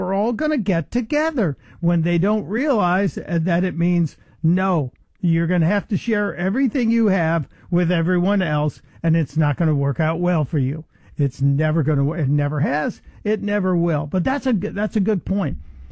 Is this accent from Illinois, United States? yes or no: yes; Chicago, Illinois, United States; as a kid growing up in Chicago, Bishop Sheen and the black and white TV show was a part of our life.